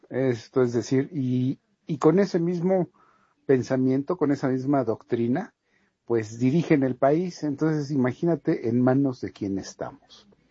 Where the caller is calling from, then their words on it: Mexico; de México.